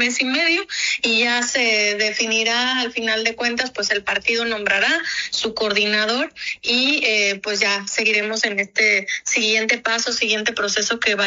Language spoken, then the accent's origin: Spanish; Mexico